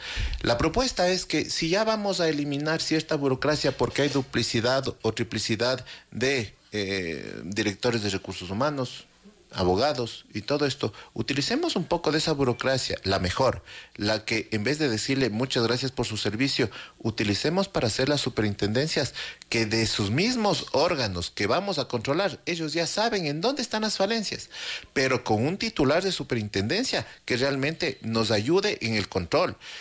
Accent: Ecuador

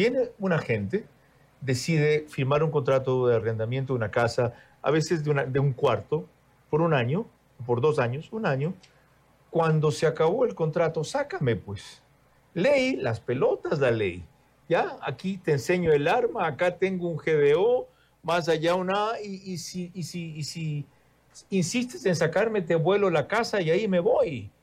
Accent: Bahía de Caráquez, Manabí, Ecuador; estamos en Loja y en Bahía de Caracas, mi tierra

